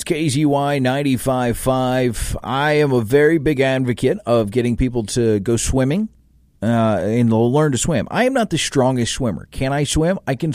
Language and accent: English; Florida, United States; now in Minnesota, United States; my hometown in Florida